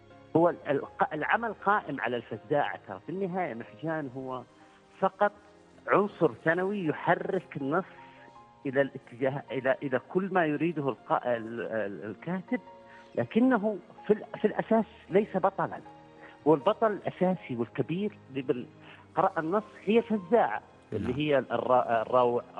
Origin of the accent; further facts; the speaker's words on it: Saudi Arabia; أنا من المملكة العربية السعودية وعمان شقيقة وجزء منها